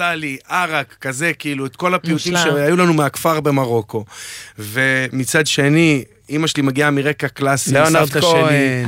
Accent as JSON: {"language": "Hebrew", "town": "Dimona", "region": "Southern District", "country": "Israel", "tie": "born or raised there", "moved": "yes", "said": "גדלנו בדימונה"}